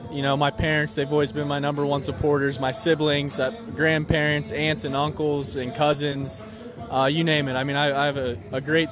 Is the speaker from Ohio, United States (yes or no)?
yes; Marietta, Ohio, United States; So, yeah, I grew up a Marietta College fan.